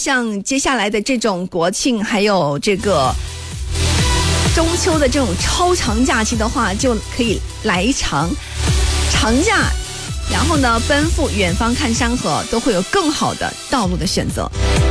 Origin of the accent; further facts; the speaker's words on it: Guangdong, China; 咱们广东人过节主打一个看天吃饭